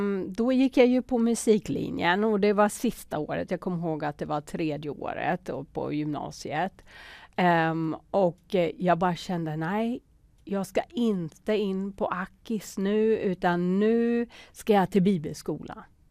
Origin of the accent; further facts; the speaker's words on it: Södertälje, Stockholm County, Sweden; Jag kommer ju från Södertälje då, som är söder om Stockholm.